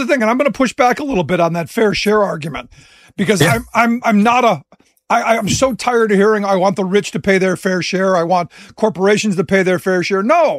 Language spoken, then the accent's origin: English; Cleveland, Ohio, United States; No, look, I grew up in Cleveland